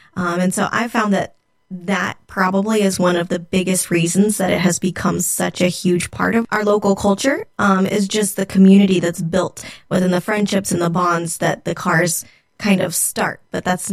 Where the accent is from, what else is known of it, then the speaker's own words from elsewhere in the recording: Modesto, California, United States; moved away; I am not originally from Modesto, but I did grow up here and I've been gone for about 15 years.